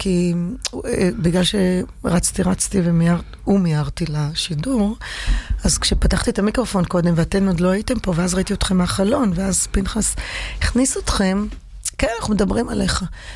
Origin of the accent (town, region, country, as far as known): Tel Aviv, Tel Aviv District, Israel